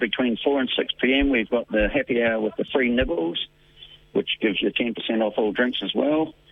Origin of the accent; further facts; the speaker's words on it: Canterbury, New Zealand; Well, I'm from Canterbury